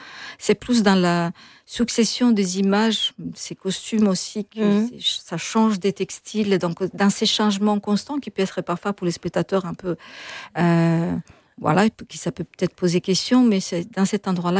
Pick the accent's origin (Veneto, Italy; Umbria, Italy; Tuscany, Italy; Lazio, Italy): Tuscany, Italy; Florence; moved away; je viens de Florence